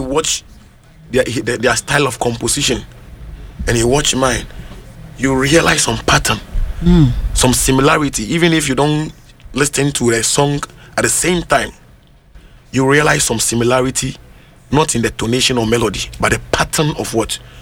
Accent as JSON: {"language": "English", "country": "Ghana", "said": "because I'm a Ghanaian."}